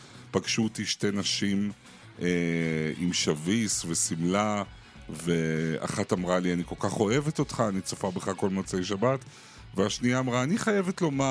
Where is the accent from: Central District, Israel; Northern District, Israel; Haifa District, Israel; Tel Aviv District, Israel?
Tel Aviv District, Israel; Tel Aviv; אני תל אביבי בנשמתי